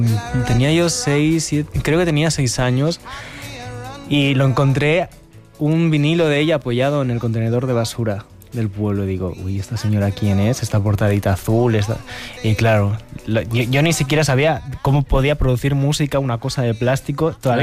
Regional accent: A Guarda, Galicia, Spain; now in Madrid, Spain; Pero yo no sabía que mi pueblo era tan conocido hasta que llegué a Madrid.

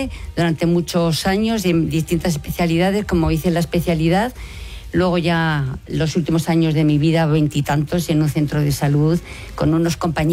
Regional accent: Briviesca, Castile and León, Spain; Y yo soy de Burros, bueno, de Briviesca.

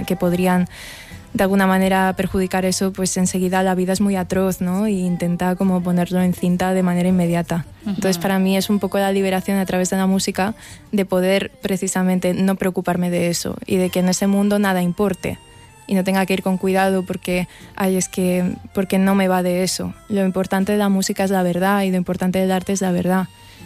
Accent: Barcelona, Catalonia, Spain; also born or lived in Castel de Cabra; porque yo nací y me he criado en Barcelona

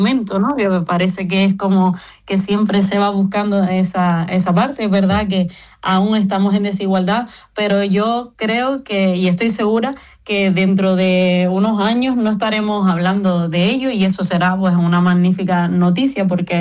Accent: Valsequillo de Gran Canaria, Canary Islands, Spain; yo, que soy de Valsequillo, uno de los municipios que forma parte de esa medianía

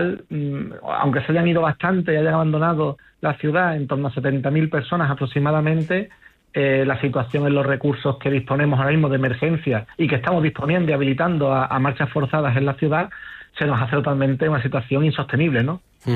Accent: Ceuta, Spain; yo personalmente, como ceutí, como español, pues muy decepcionado con el gobierno

